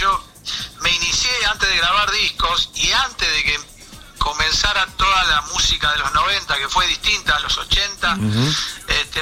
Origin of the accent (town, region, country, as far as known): Uruguay; born there; also born or lived in Argentina